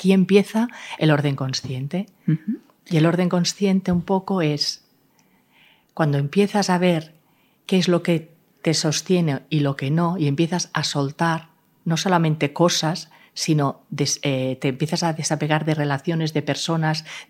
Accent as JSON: {"language": "Spanish", "country": "Spain", "also_born_or_lived": "Hong Kong", "said": "A cabo de casi 8 años regresé a España"}